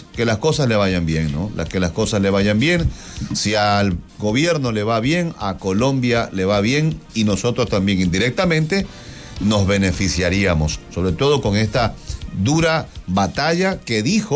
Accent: Ecuador; Pero como somos ecuatorianos, acá decimos la Espriella.

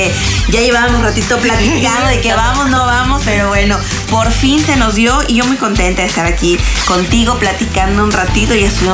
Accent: Chetumal, Quintana Roo, Mexico; Yo nazco en Chetumal, nací en Chetumal, soy chetumaleña orgullosamente. Pero también viví en Bacalar, viví en una comunidad que se llama San Pedro Peralta, en cerquita de Chetumal

